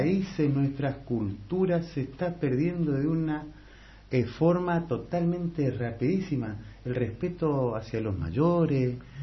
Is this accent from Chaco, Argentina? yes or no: yes; Puerto Vilelas, Chaco, Argentina; Nosotros venimos de Puerto Eva Perón, Puerto Vela.